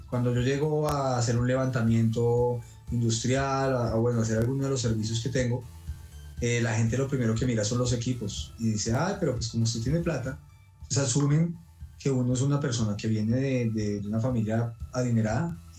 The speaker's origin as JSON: {"language": "Spanish", "country": "Colombia", "said": "nosotros como colombianos"}